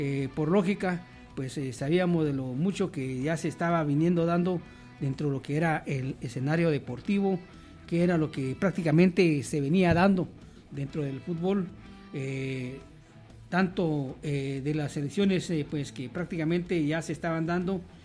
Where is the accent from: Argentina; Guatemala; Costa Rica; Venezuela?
Guatemala; nosotros como guatemaltecos